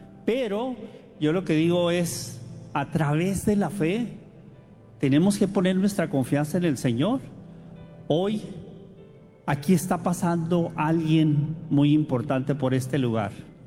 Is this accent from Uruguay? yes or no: no; Tijuana, Baja California, Mexico; now in United States; Pues entonces yo crecí prácticamente niño aquí una parte, pero otra parte en Tijuana.